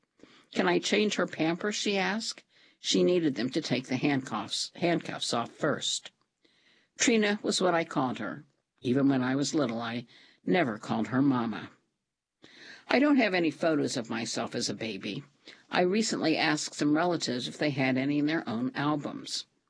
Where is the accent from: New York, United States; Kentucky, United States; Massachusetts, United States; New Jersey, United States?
Kentucky, United States; Lexington; from Kentucky, and I was raised in a crack house. At the Charlotte Court Housing Project in Lexington, Kentucky